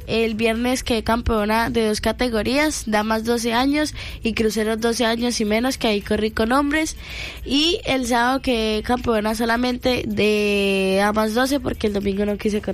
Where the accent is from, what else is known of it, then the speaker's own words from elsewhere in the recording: Cúcuta, Norte de Santander, Colombia; Yo soy de Cúcuta.